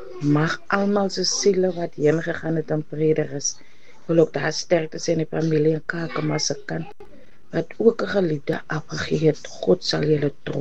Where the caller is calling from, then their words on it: Eastern Cape, South Africa; van Newton Park.